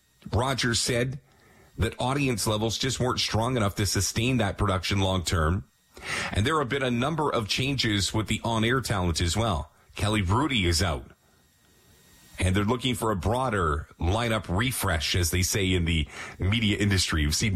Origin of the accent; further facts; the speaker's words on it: Toronto, Ontario, Canada; because I used to always want to watch the game in Toronto, you know, born and raised in Toronto.